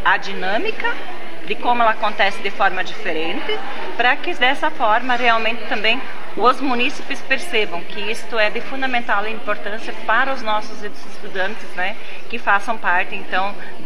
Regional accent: Itapiranga, Santa Catarina, Brazil; Eu sou do município de Itapiranga. De Itapiranga

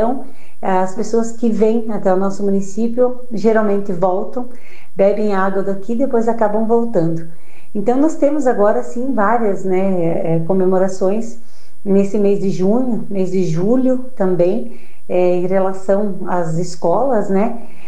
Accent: Brazil; somos brasileiros

